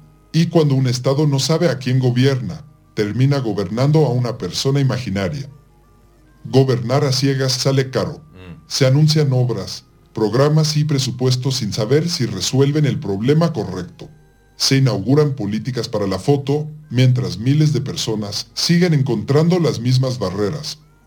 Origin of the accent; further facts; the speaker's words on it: Tigre, Buenos Aires Province, Argentina; por ser de Tigre también van a pensar que soy amigo de Caruso Lombardo.